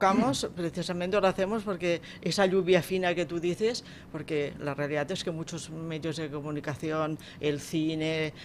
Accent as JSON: {"language": "Spanish", "region": "Catalonia", "country": "Spain", "said": "nosotros somos catalanes constitucionalistas"}